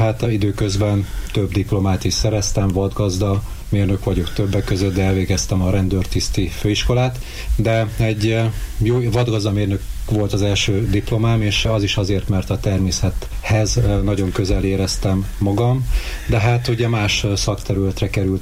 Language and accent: Hungarian; Miskolc, Borsod-Abaúj-Zemplén, Hungary; moved away as an adult; also born or lived in Szabolcs-Szatmár-Bereg County / Hajdú-Bihar County; Itt születtem, és itt is nőttem fel. Aztán hát felnőtt fejjel elkerültem Miskolc városából. Hát alapvetően Szabolcs és Hajdú megyében éltem.